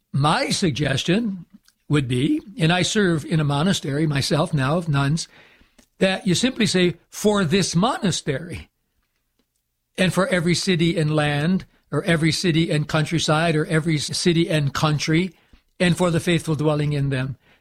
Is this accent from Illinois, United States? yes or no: no; Endicott, New York, United States; now in Ellwood City, Pennsylvania, United States; I grew up in Endicott, New York, which to this day is technically a village. It is not a city.